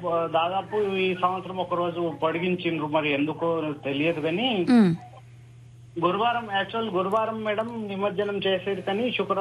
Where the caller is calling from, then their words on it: Nirmal district, Telangana, India; మాది నిర్మల్ జిల్లా పార్టీకే విలేజ్ మండల్.